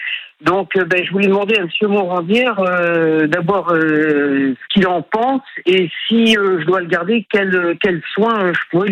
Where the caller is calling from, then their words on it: Ruelle-sur-Touvre, Nouvelle-Aquitaine, France; J'appelle de Ruelle-sur-Touvre, en Charente.